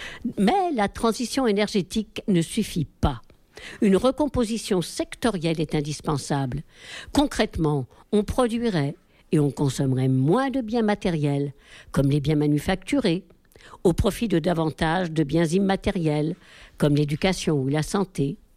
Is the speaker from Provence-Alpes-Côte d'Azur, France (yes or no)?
no; Saint-Denis, Île-de-France, France; born there; accompagné la victoire de l'équipe de France à l'issue de la finale de la Coupe du Monde à Saint-Denis, ma ville natale.